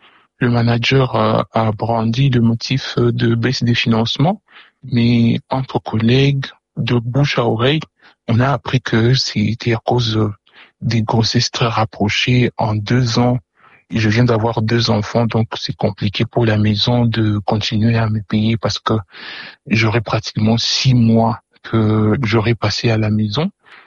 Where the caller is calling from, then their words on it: Lubumbashi, Haut-Katanga, DR Congo; j'habite à Lubumbashi en RDC